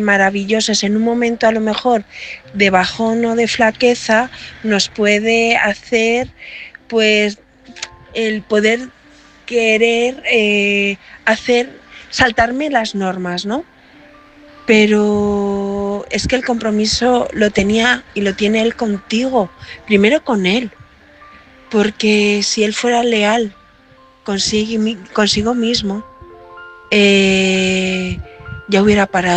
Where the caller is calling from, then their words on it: Valencia, Valencian Community, Spain; te hablo desde Valencia.